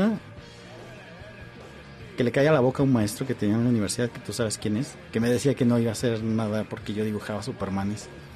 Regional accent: Mexico; que nosotros desconocemos como mexicanos

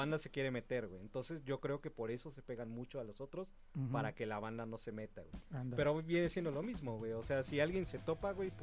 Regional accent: Orizaba, Veracruz, Mexico; now in Mexico City, Mexico; A mi tierra querida, güey, como siempre, güey. Ándale. Orizaba, Veracruz, güey.

